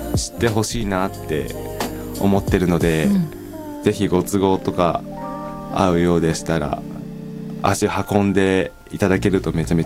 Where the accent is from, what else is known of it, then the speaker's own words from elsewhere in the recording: Saitama, Japan; 自分が中学校3年生の時にあの自分埼玉県出身なんですけど、